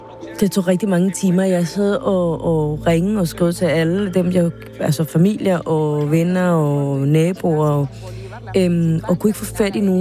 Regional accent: Venezuela; now in Denmark; Så det her med at undersøge, jamen altså, hvor slemt er det? Det jeg gør, det er, at jeg hører radio, altså lokal radio fra Venezuela.

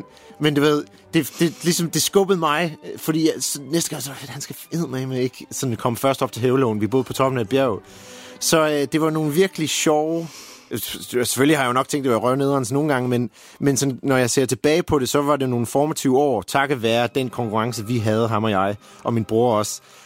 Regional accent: Ireland; Jeg voksede op i Irland med danske forældre.

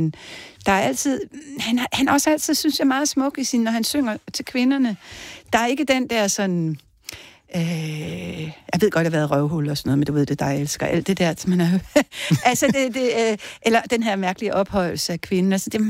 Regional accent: Aarhus, Central Denmark Region, Denmark; Jeg kendte mange, der spillede med det, og jeg er jo egentlig fra Aarhus.

